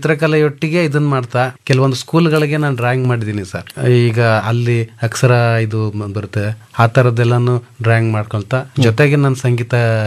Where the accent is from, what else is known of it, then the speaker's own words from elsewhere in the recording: Mandya district, Karnataka, India; ಮಂಡ್ಯ ಜಿಲ್ಲೆ ಮಂಡ್ಯ ತಾಲೂಕು ಬಿಗೌಡಗೆರೆ ಗ್ರಾಮದ ಸರ್.